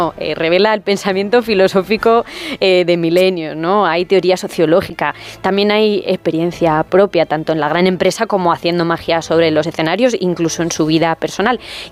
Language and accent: Spanish; Castilla-La Mancha, Spain